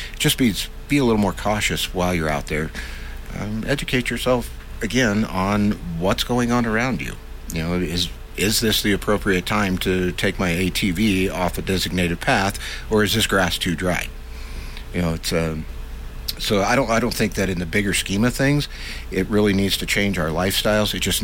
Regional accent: Gunnison, Colorado, United States; also born or lived in Lake City; this isn't something that we saw when I was a kid growing up in Gunnison and Lake City.

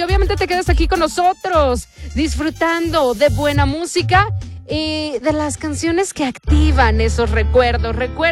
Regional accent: Mexico; somos mexicanos

